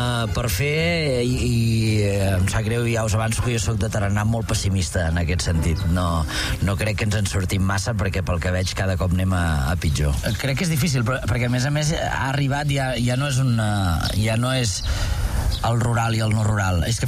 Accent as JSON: {"language": "Catalan", "region": "Catalonia", "country": "Spain", "said": "som catalans"}